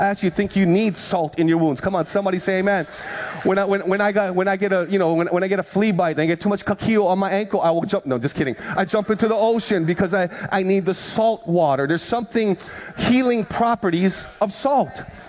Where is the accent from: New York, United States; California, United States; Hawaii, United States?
Hawaii, United States; But back when I was growing up on the Big Island, my Filipino grandma, go to the ice box